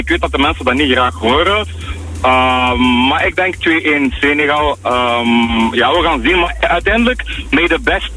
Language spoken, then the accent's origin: Dutch; Belgium; als Belg zijnde